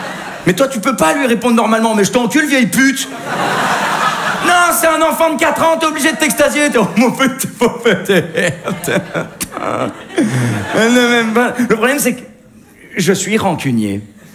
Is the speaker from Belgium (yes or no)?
yes; Belgium